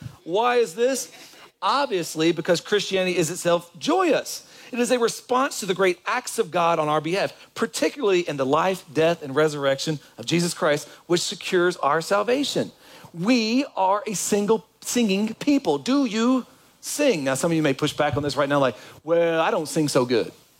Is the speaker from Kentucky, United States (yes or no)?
yes; Kentucky, United States; Hey, I'm from Kentucky.